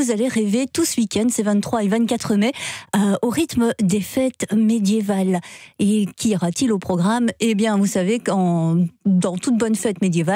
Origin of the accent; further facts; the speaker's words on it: Belgium; chez nous, en Belgique